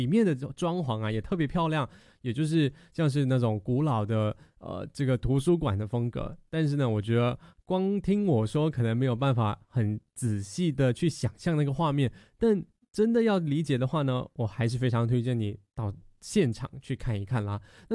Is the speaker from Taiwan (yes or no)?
no; Malaysia; 对于我们马来西亚人来说。新村是我们华人居住的一个地方